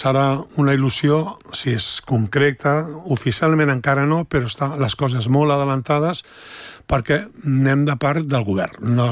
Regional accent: L'Hospitalet de Llobregat, Catalonia, Spain; Hospitalet, al meu barri

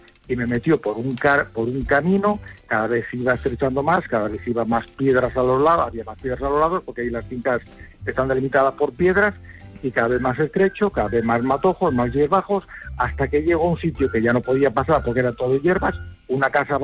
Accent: Montederramo, Galicia, Spain; born there; now in Jerez, Spain; yo nací en un pueblo de Galicia, en una aldea, aunque ahora vivo en Jerez, y yo cada año que puedo, pues escapo.

